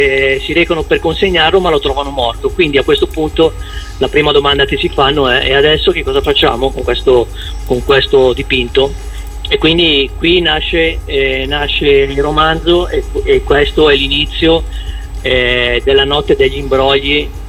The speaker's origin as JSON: {"language": "Italian", "town": "Licata", "region": "Sicily", "country": "Italy", "tie": "born there", "said": "Licata, che è il mio paese natale"}